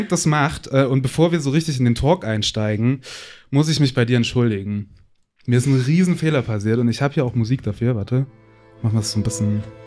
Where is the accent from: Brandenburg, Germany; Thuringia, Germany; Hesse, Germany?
Thuringia, Germany; Erfurt; ich könnte es verstehen, wenn man sagt, okay, ich komme aus Erfurt, nicht aus Halle